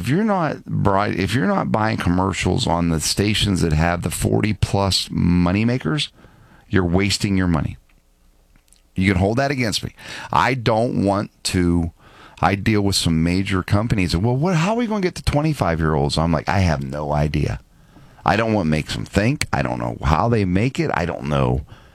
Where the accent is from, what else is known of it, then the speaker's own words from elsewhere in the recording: Martins Ferry, Ohio, United States; I'm from Martins Ferry